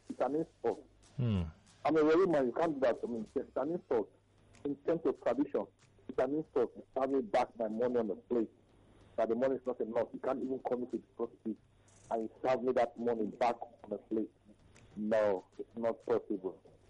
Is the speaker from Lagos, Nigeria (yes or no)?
no; Warri, Delta, Nigeria